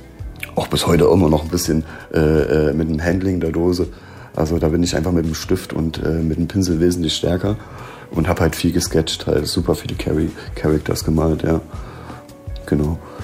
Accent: Greiz, Thuringia, Germany; ich bin im Osten groß geworden, bei uns in so einer kleinen Stadt. Ich komme aus Greiz.

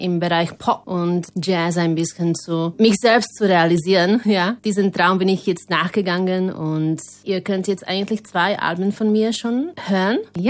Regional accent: Slovakia; German is a second language; now in Vienna, Austria; das ist meine Nachname. Ich komme aus der Slowakei, habe ungarische Wurzeln und ich wohne und lebe seit einiger Zeit in Wien.

